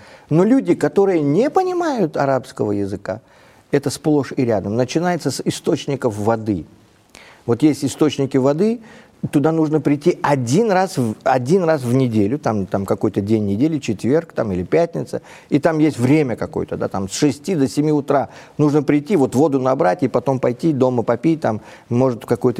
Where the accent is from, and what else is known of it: Uzbekistan; born or raised there